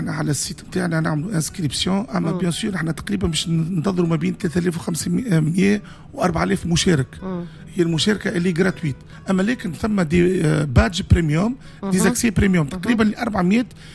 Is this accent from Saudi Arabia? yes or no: no; Tunisia